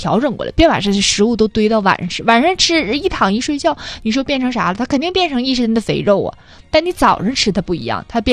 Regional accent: Northeast China, China; 确实好像咱们东北人确实不太愿意喝汤

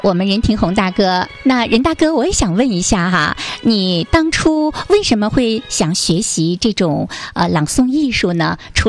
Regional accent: Northeast China, China; 我们东北人

